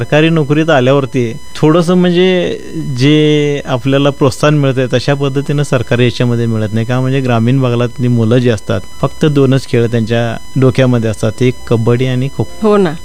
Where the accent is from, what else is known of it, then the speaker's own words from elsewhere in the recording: Belagavi, Karnataka, India; माझा जन्म इथं बेळगाव मध्ये झालेला आहे.